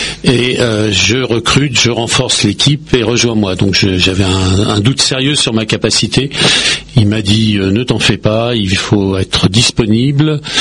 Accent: Paris, Île-de-France, France; born there; now in Pontoise, France; Je suis pontoisien aujourd'hui. Non, je suis né dans un autre département de la région parisienne, mais je suis né à Paris même. Mais je suis valdoisien d'adoption et pontoisien plus précisément.

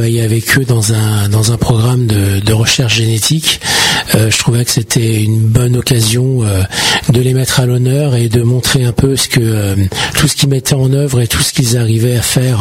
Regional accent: Saint-Leu-la-Forêt, Île-de-France, France; Alors du coup, je viens de Saint-Leu-la-Forêt.

